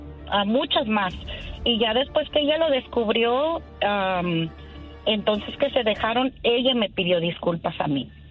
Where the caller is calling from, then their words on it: Oklahoma, United States; Desde Oklahoma